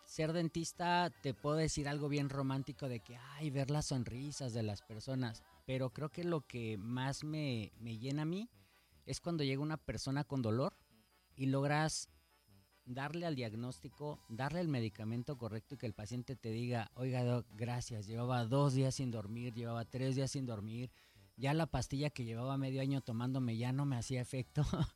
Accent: Mexico City, Mexico; moved away as an adult; Soy de la Ciudad de México.

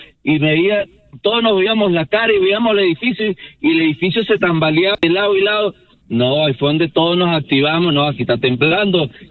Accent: Venezuela; yo soy de Venezuela. Y el último temblor que yo viví en Venezuela, si no me equivoco, fue hace como 10 años atrás.

